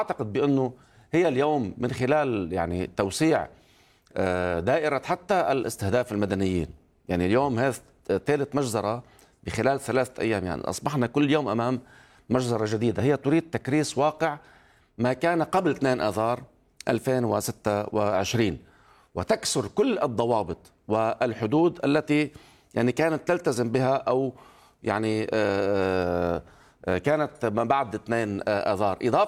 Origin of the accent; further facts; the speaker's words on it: Lebanon; كلبنانيين